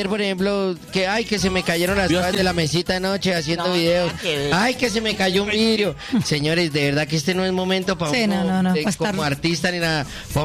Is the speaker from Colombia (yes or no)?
yes; Colombia; Que hoy nos unamos como colombianos